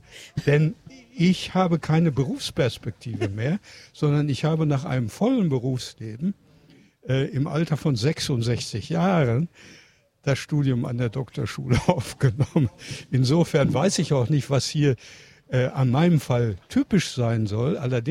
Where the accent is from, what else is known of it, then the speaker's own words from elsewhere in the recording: Germany; now in Budapest, Hungary; ich möchte in Ungarn bleiben, als Deutscher, als Fremder hier in Ungarn bleiben, in Budapest bleiben